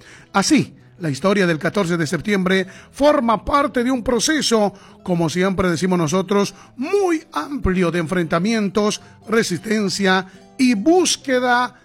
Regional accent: Bolivia

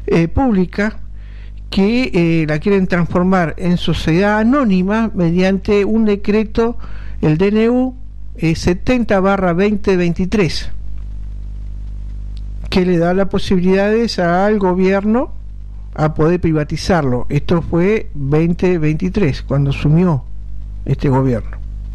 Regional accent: Argentina

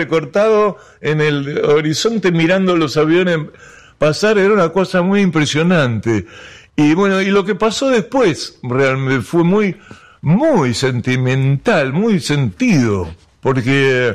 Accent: Buenos Aires, Argentina; born there; enfermera en el hospital donde yo nací, en el Ramos Mejía.

